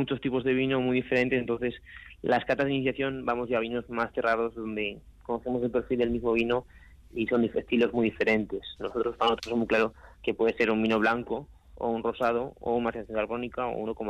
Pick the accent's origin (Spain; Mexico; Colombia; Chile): Spain; Samaniego, Basque Country; Sí, yo soy de Samaniego